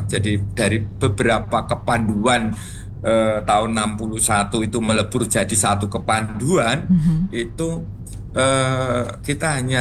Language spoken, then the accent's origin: Indonesian; Java, Indonesia; banyak reklame-reklame yang kalau kita orang Jawa nuntut apa nunut mulio di pohon itu kan.